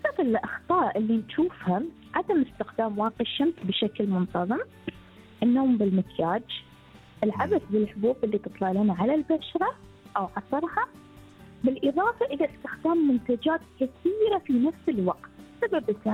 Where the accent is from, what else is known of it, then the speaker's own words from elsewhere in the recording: Bahrain; عندنا بالبحرين